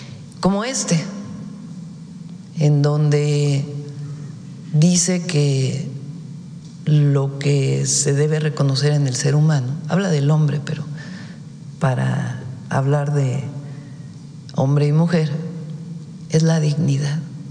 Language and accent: Spanish; Mexico; tiene que ver mucho con recuperar la dignidad de lo que somos como mexicanas y mexicanos.